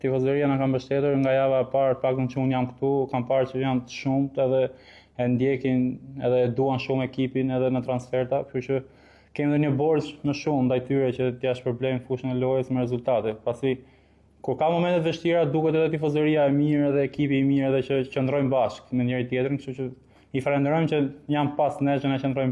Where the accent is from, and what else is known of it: Elbasan, Elbasan County, Albania; born or raised there; moved away as an adult; now in Shkodër, Albania